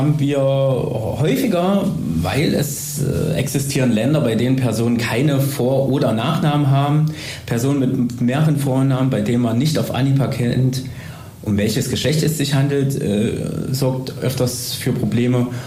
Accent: Weimar, Thuringia, Germany; Ich bin aus Weimar, das heißt, ich habe kurze Arbeitswege, kurze Fahrtwege.

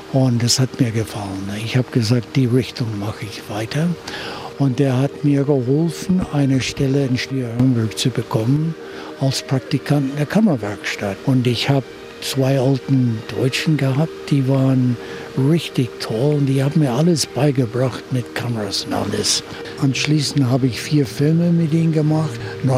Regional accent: British Columbia, Canada; moved away; also born or lived in Northern California, United States; Und da habe ich meine Kindheit verbracht auf der Insel. Meine besten Freunde waren die Wälder und da gab es Braunbären und unglaublich viele Rehe und Lachs und alles. Dann sind wir von Kanada, Vancouver Island, 1965 runtergezogen nach Nordkalifornien.

